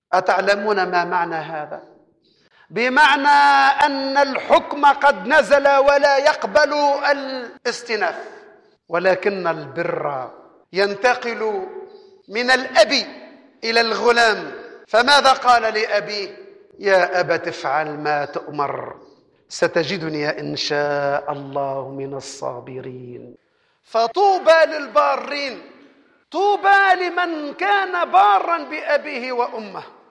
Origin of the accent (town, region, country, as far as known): Tunisia